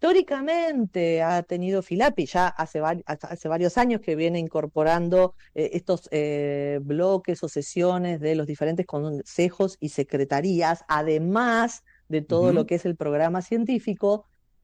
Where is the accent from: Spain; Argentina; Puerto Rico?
Argentina